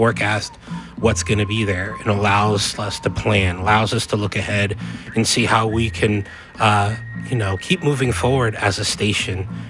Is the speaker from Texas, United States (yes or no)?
no; San Mateo, California, United States; moved away; I grew up in San Mateo, the Bay Area